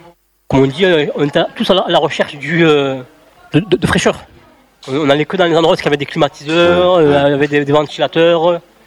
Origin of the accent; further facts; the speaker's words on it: Algeria; Et moi, je suis un Algérien, donc les Algériens, on est habitué aux fortes chaleurs.